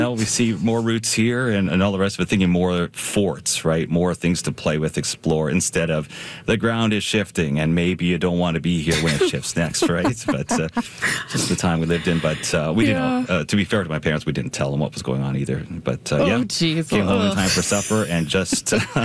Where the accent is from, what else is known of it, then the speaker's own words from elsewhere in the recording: Saskatoon, Saskatchewan, Canada; like when we grew up here in Saskatoon. Spent a lot of time in the riverbank area